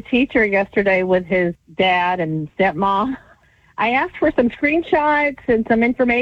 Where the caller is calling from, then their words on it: Apopka, Florida, United States; from Apopka.